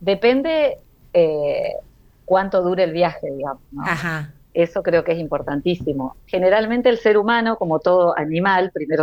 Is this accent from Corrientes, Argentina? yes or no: no; Entre Ríos, Argentina; vos sabés que yo soy de Entre Ríos, como lo acabas de decir, por lo tanto, nosotros estamos muy cerca, por ejemplo, de Capital Federal